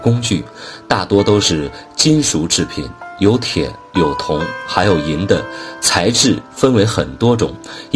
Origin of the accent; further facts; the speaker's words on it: China; 我们中国人